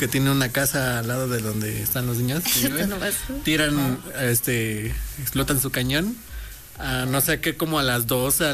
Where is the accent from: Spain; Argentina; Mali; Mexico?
Mexico; Mixteca; Yo la he escuchado y fíjate que, al menos en mi tierra, en la Mixteca, es como que una zona demasiado así que se siente mucho los sismos.